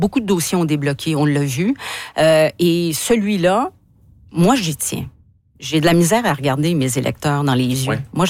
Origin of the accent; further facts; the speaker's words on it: Lévis, Quebec, Canada; Je suis de la Chaudière, puis même Lévis